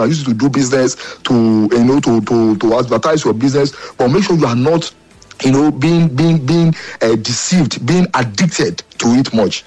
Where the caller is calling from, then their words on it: Derby, East Midlands, United Kingdom; I'm calling from Derby, United Kingdom.